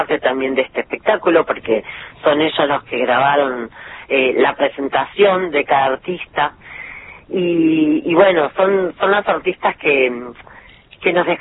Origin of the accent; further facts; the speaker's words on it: Buenos Aires, Argentina; born there; now in Mar del Plata, Argentina; Bueno, yo ya puedo decir que soy de Mar del Plata. Hace 30 años que vivo acá en Mar del Plata. O sea que... Nací en Buenos Aires, pero ya soy marplatense.